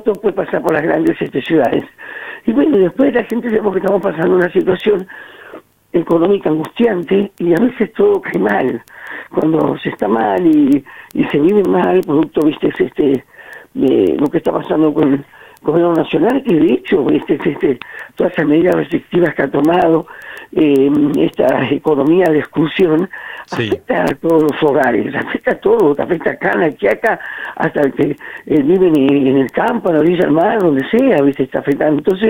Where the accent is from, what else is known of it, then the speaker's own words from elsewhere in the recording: Santa Cruz, Argentina; y pienso como Santa Cruceña.